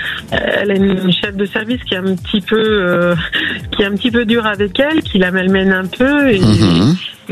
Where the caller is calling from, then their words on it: Valence, Auvergne-Rhône-Alpes, France; De la région de Valentinoise.